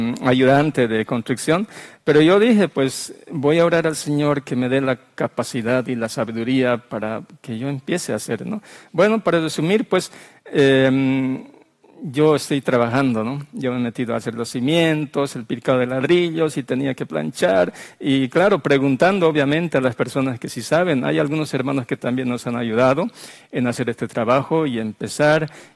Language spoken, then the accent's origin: Spanish; Bolivia; yo soy boliviano, pero mi esposa es de Colombia.